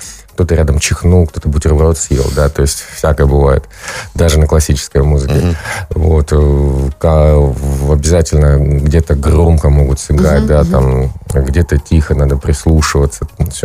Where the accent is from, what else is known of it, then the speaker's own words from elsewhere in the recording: Saint Petersburg, Russia; я сам из Петербурга